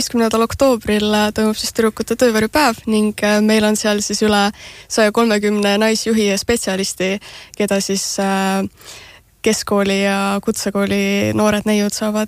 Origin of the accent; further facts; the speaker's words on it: Põlva, Põlva County, Estonia; ma ise tegelikult olen ka Põlvast